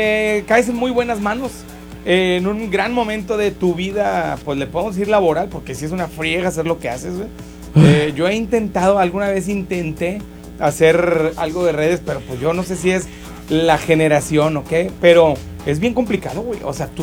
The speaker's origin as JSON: {"language": "Spanish", "town": "Monterrey", "region": "Nuevo León", "country": "Mexico", "said": "Los regios somos..."}